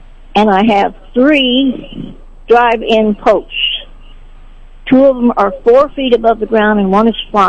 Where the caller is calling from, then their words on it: Sedalia, Missouri, United States; I'm calling from Sedalia.